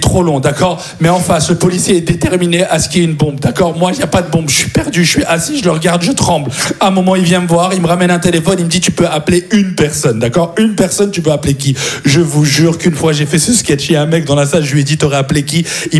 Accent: France; je suis français

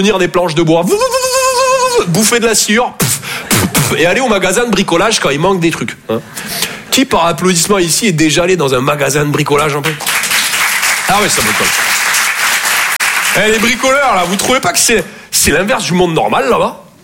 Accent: Toulouse, Occitanie, France; Je viens de Toulouse à la base. Ouais, ça s'entend un peu, ouais. Bah, mon accent, c'est vraiment comme mon sexe

